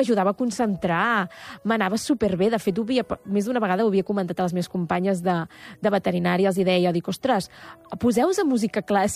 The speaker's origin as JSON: {"language": "Catalan", "town": "Terrassa", "region": "Catalonia", "country": "Spain", "tie": "born or raised there", "also_born_or_lived": "Matadepera", "said": "jo sóc terrassenca i estic a Terrassa tot el... Bueno, m'encanta Terrassa."}